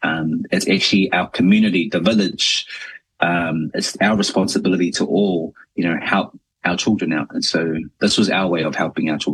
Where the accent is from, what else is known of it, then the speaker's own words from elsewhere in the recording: Christchurch, Canterbury, New Zealand; also born or lived in Auckland; I am New Zealand born Samoan. I was born in Tamaki Makaurau, Okilangi, Auckland, South Auckland, Mangere to be exact, but raised down in the mighty home of the Crusaders, Christchurch, Ōtautahi.